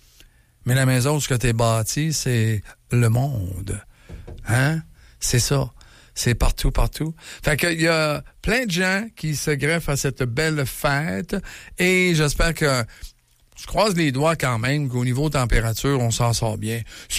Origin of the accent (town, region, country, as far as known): Quebec, Canada